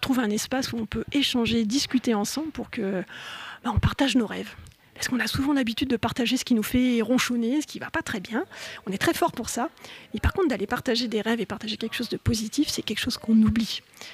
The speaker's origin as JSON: {"language": "French", "town": "Metz", "region": "Grand Est", "country": "France", "said": "D'ailleurs, moi, je viens de Metz. Je suis venue en train ce matin"}